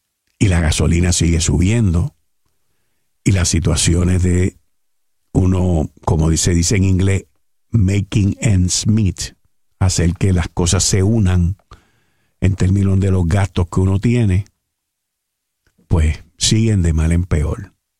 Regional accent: Puerto Rico; pues conociendo como somos nosotros los boricuas

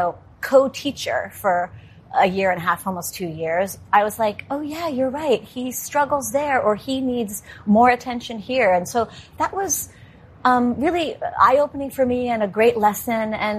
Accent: New York, United States; And as a New Yorker, it still makes me tear up a little bit.

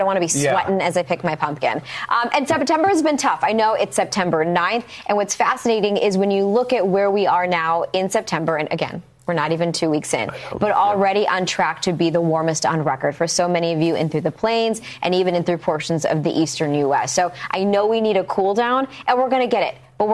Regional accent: Detroit, Michigan, United States; I'm a Detroiter.

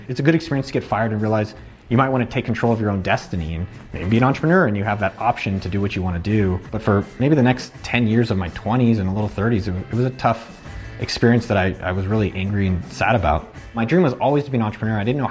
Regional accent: San Jose, California, United States; I grew up in San Jose, California.

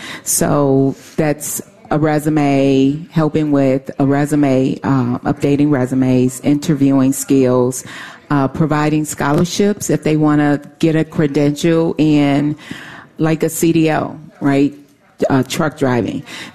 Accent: Chicago, Illinois, United States; moved away as an adult; now in Will County, United States; Born and raised in Chicago, been in Will County for 20-plus years.

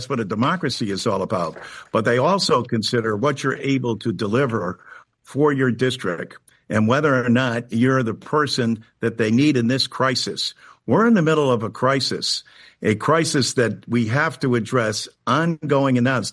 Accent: East Hartford, Connecticut, United States; my hometown of East Hartford and West Hartford

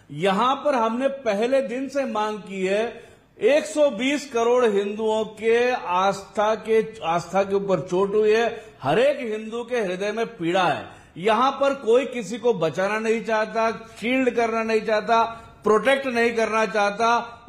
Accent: Kerala, India; मैं केरल का रहने वाला हूँ

